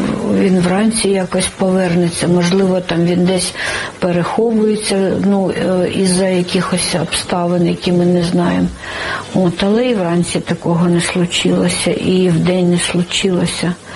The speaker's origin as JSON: {"language": "Ukrainian", "town": "Bucha", "region": "Kyiv Oblast", "country": "Ukraine", "said": "Ну, я ж місцева"}